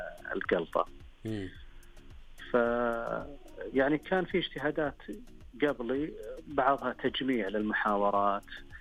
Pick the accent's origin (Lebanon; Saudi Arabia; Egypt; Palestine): Saudi Arabia; أنا القرية اللي أنا يعني كنت فيها هذا موروثها، قريتنا بين مكة والمدينة اسمها بادية الشلالحة